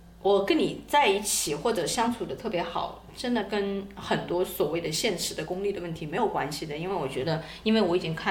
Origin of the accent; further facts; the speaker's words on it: China; 我们中国人